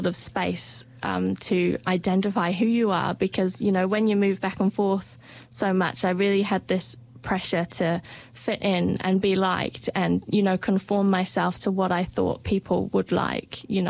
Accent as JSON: {"language": "English", "region": "Wales", "country": "United Kingdom", "tie": "born there", "also_born_or_lived": "Qatar / Egypt / Montenegro / Kazakhstan", "said": "So I was born in Wales, and so I've moved back and forth between Wales a few times. I lived in Qatar for a couple of years, did some school there, lived in Egypt, Montenegro and Kazakhstan"}